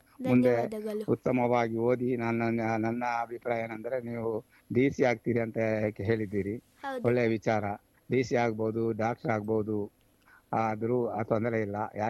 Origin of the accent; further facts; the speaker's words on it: Venur, Karnataka, India; ವೇನೂರ್ ಅಂದ್ರೆ ನಮ್ಮ ಊರೇ ವೇನೂರ್ ಸರ್.